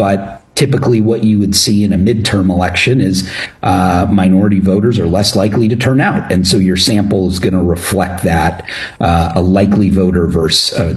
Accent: Illinois, United States; my home state, Illinois

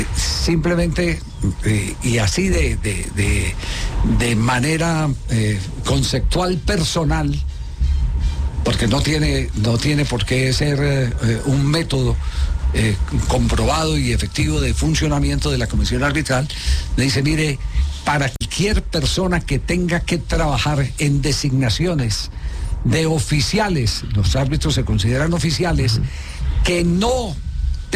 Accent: Caldas, Colombia

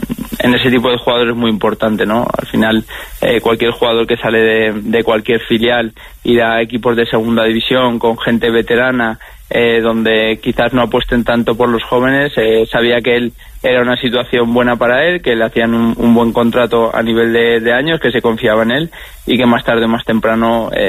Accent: Aragon, Spain; moved away; Huesca o Zaragoza, que son los de mi tierra y donde trabaja mi hermano.

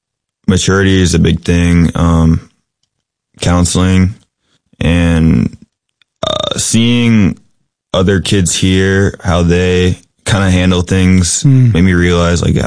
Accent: West Virginia, United States; also born or lived in Winchester, Virginia; I'm from Winchester, Virginia. I grew up in West Virginia.

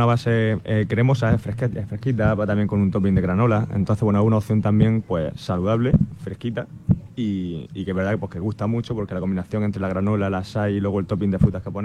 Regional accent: Almería, Andalusia, Spain; Somos de Almería.

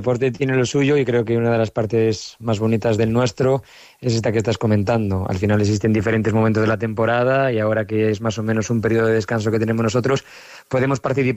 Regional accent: Galicia, Spain; Sí, a ver, soy muy gallego, entonces cada vez que tengo la oportunidad de poder correr en casa, no la malgasto.

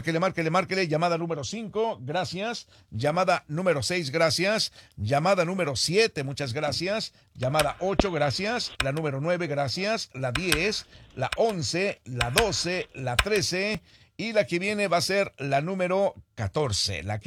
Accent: State of Mexico, Mexico; ¿Sabe que yo viví toda mi infancia allá en el Estado de México? Cerca de Toluca también.

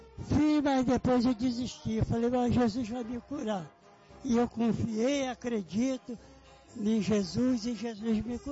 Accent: São João de Meriti, Rio de Janeiro, Brazil; eu vim da cidade de São João de Meriti.

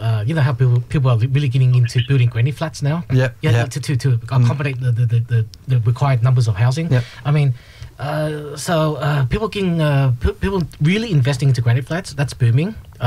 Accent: Australia; I'm Australian.

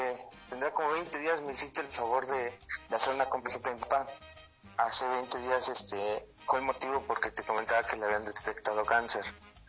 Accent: Tula, Hidalgo, Mexico; soy del estado de Hidalgo, de acá por Tula, Hidalgo.

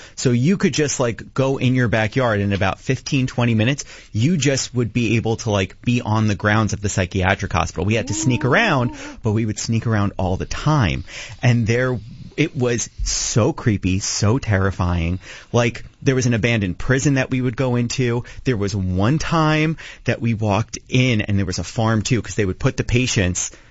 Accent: Marlboro, New Jersey, United States; So I grew up in Marlboro, New Jersey

